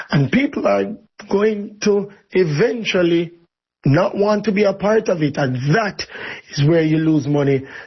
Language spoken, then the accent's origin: English; Jamaica; from Jamaica.